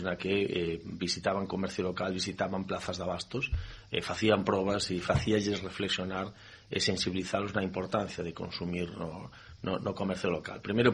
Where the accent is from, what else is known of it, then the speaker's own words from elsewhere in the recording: Ourense, Galicia, Spain; Eu son de Ourense